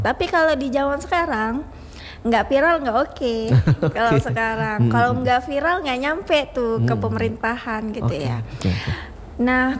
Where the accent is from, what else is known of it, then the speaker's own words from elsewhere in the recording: Aceh, Indonesia; di daerah saya ya, Aceh Tamiang